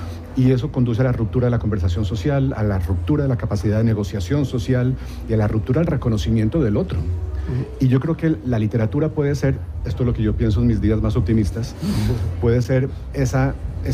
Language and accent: Spanish; Colombia; moved away